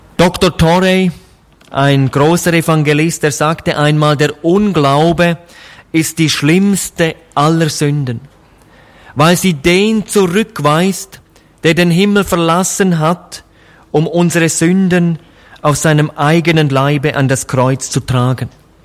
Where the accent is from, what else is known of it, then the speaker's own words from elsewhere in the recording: Grisons, Switzerland; Da, wo ich herkomme aus der Schweiz, gibt es eine 284 Meter lange Eisenbahnbrücke, die über eine große Schlucht führt und somit zwei Dörfer, zwei Teile verbindet.